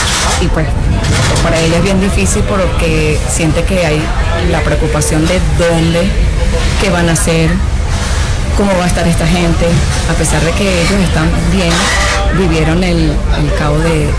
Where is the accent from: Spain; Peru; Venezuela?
Venezuela; nos damos cuenta que el venezolano es de unión y siempre vamos a estar ahí para apoyarnos.